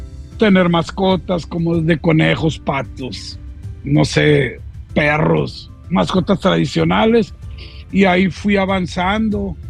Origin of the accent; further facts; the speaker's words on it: Culiacán, Sinaloa, Mexico; moved away as an adult; Yo soy de Culiacán, Sinaloa